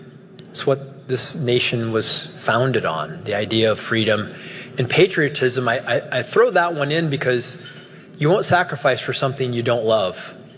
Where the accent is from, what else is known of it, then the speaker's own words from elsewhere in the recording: Ohio, United States; And I was raised on County Road J in rural Williams County. We couldn't even afford a name. We just had a letter, just County Road J.